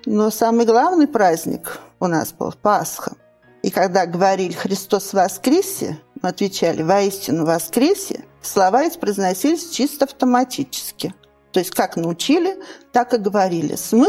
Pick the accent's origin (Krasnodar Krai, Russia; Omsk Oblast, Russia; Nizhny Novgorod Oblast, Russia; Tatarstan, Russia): Nizhny Novgorod Oblast, Russia; Nizhny Novgorod; Я родом из города Горького. Родилась в рабочей семье.